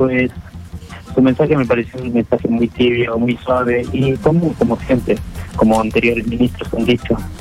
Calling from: Naples, Campania, Italy; llamo desde Italia, Nápoles.

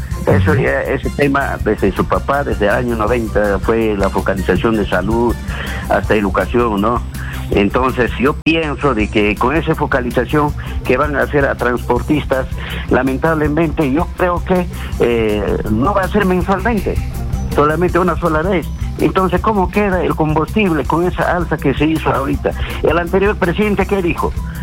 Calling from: Apurímac, Peru; desde Apurímac.

